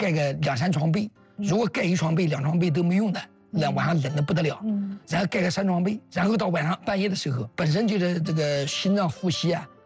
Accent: Anhui, China; 其实我们安徽啊，我不是让我夸我们安徽啊。嗯。我们安徽人是真的实在。

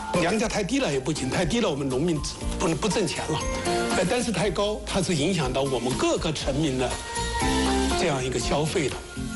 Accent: China; 我们中国人的饭碗将担得更牢

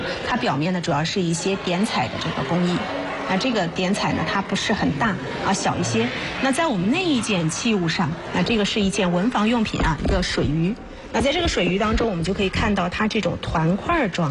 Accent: China

